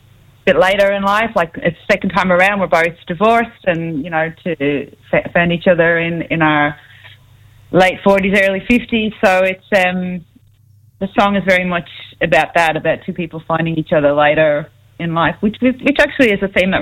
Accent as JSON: {"language": "English", "country": "Ireland", "said": "Yeah, well, I'm from Ireland."}